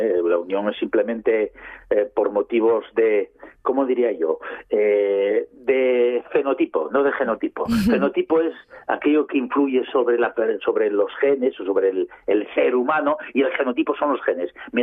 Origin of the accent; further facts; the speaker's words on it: France; moved away as an adult; also born or lived in Paris / Asturias; now in Spain; realmente 100% asturiano. El genotipo asturiano y el fenotipo, pues sí, el fenotipo es francés, porque el hecho de nacer, vivir y educarse en un país como Francia durante 20 años, pues influye en uno.